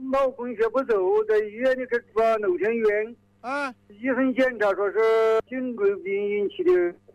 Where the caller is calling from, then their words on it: Enshi, Hubei, China; 我是湖北恩施的沙棘乡。